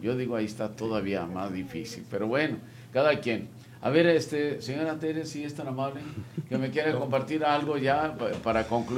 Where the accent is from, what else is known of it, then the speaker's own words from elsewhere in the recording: Camargo, Mexico; todos somos parte de Camargo. Todos somos Camargo